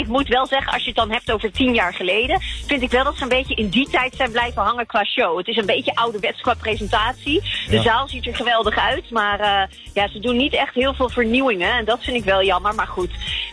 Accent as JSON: {"language": "Dutch", "country": "Netherlands", "moved": "as an adult", "said": "En als ik dan zeg, ja, ik kom uit Nederland, dan kijken ze niet eens raar op of zo."}